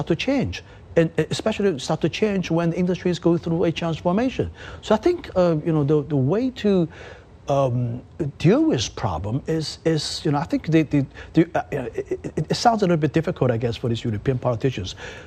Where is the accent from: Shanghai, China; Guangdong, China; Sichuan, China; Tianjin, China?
Shanghai, China; I came from Shanghai. 90% of the cars on the streets of Shanghai are Volkswagen cars.